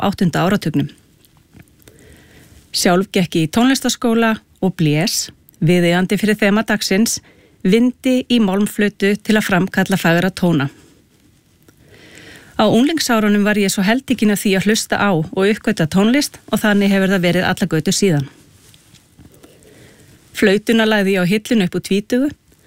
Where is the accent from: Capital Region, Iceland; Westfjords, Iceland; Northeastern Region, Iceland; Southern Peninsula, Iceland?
Southern Peninsula, Iceland; Keflavík; Sjálf ég alinn upp á stað sem Íslendingar hafa valið að kalla rokraskat. Ég að tala Keflavík, suður með sjó.